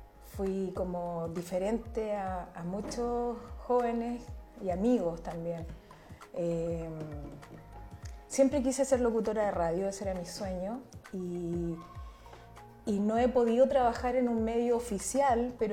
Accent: Santiago, Santiago Metropolitan Region, Chile; moved away as an adult; now in Tomé, Chile; Tengo muy buenos recuerdos de mi infancia, de mi niñez allá en Santiago.

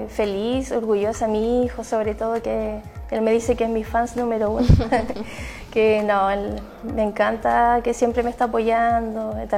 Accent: Tomé, Biobío, Chile; Yo soy nacida y criada acá en Tomé. O sea, nací un 20 de junio del 89.

